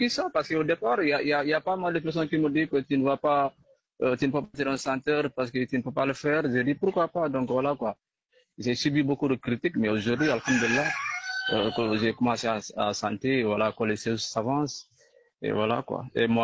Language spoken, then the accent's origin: French; Ziguinchor, Senegal; Parce que moi, je suis monsieur de Ziguinchor, comment dire, dans la commune d'Aliane. Je suis un villageois, quoi.